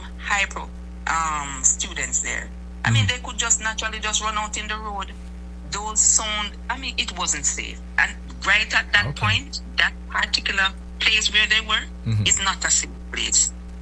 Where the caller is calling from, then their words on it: Jamaica; Because none of us as Jamaican are afraid of our student going outside or trying to learn in learning nature.